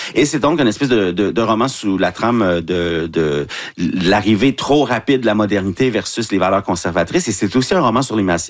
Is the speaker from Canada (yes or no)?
yes; Thetford Mines, Quebec, Canada; moved away; Un Thetford Mines d'adoption. Exactement. Tout mon primaire, tout mon secondaire là-bas.